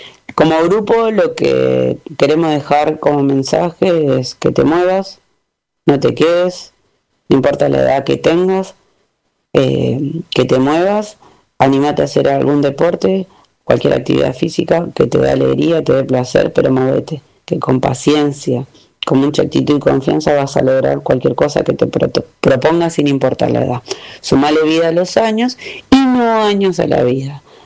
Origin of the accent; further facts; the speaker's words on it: Florencio Varela, Buenos Aires Province, Argentina; tengo 43 años de edad, soy de Florencio Varela y entrenadora de Newcom.